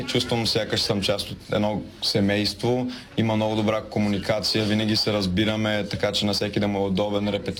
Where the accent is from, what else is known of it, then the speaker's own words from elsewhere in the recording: Sofia, Sofia City, Bulgaria; От София.